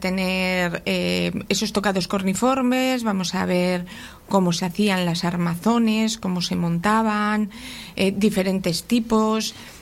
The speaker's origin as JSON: {"language": "Spanish", "town": "Laredo", "region": "Cantabria", "country": "Spain"}